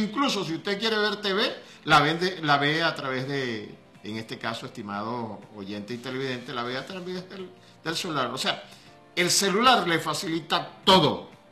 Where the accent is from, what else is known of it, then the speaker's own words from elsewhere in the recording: Cantaura, Anzoátegui, Venezuela; moved away; allá en mi pueblo, mi amado pueblo en Cantaura, en Chamariapa, donde nací hace 61 años